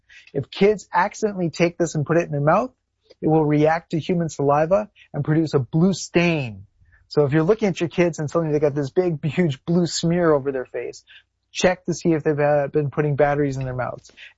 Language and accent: English; Canada; I'm a Canadian boy, so I bought it here in Canada